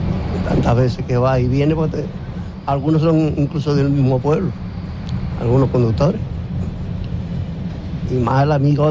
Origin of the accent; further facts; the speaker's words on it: Taganana, Canary Islands, Spain; now in Santa Cruz de Tenerife, Spain; Bueno, yo soy de Taganana, pero vivo aquí en Santa Cruz.